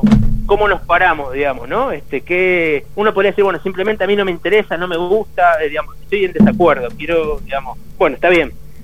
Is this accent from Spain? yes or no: no; Argentina; nosotros somos argentinos